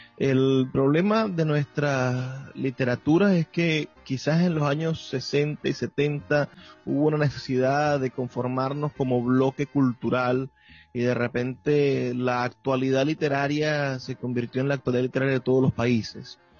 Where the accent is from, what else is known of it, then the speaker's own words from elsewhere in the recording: Venezuela; su ensayística logró definir la idea de lo que somos como venezolanos y entender nuestra relación con el mundo